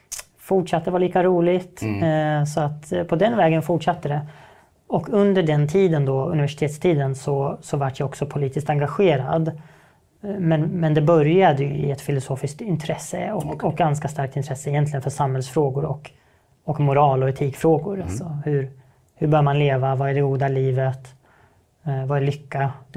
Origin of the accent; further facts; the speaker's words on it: Norrköping, Östergötland, Sweden; also born or lived in Linköping; now in Stockholm, Sweden; jag är född i Stockholm, i Järvaområdet, flyttade ganska snabbt till Östergötland och därmed uppvuxen i Norrköping och Linköping. Men sedan 2012 så bor jag i Stockholm.